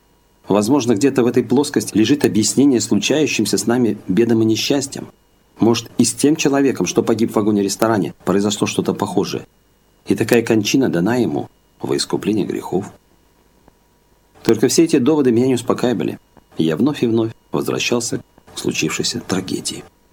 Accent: Belarus; moved away; Узнав, что я из Беларуси

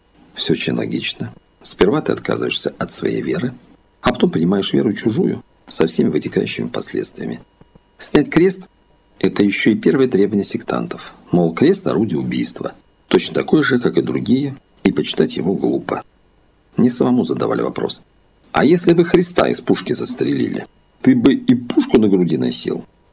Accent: Russia; У меня что, на лице написано, что я из России?

